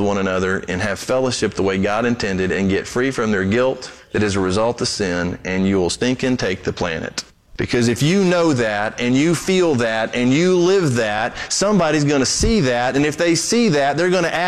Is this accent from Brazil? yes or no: yes; Brazil; I grew up in Brazil.